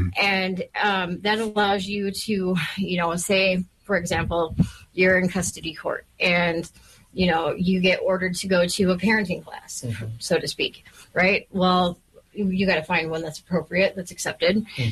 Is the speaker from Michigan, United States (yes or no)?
yes; Muskegon, Michigan, United States; moved away as an adult; also born or lived in Sacramento, California; Well, I am originally from Muskegon. I was born here at Hackley Hospital, but at 19, I moved to California. I lived in Northern California right outside of Sacramento for a little over 20 years. And I moved back in 2018 to take care of my mom.